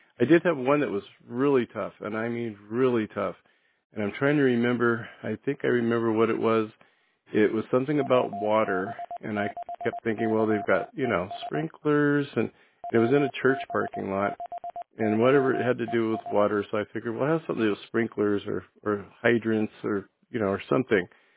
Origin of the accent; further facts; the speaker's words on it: Grass Valley, California, United States; growing up in the Grass Valley, Nevada City area